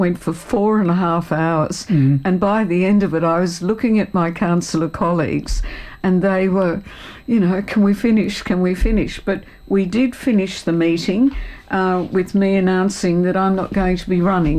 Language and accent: English; Hobart, Tasmania, Australia; moved away as an adult; I was born and raised in Hobart, went away for over 30 years